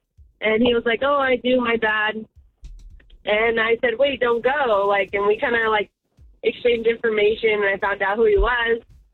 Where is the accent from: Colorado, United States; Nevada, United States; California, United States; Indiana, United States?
California, United States; Stockton; I'm from Stockton.